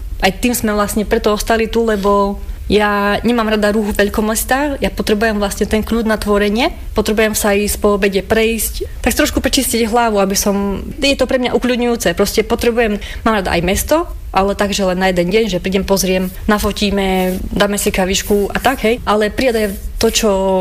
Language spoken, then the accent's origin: Slovak; Vranov nad Topľou, Prešov Region, Slovakia; u nás vo Vranove